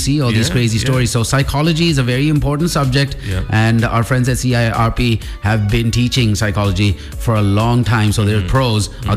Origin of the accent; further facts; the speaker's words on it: Western Province, Sri Lanka; Katubed, my hometown